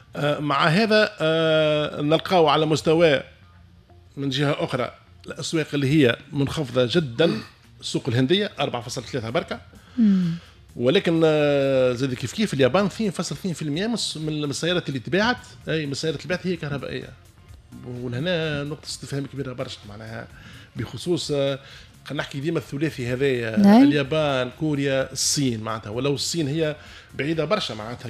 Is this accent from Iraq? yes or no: no; Tunisia; احنا كعائلات تونسيه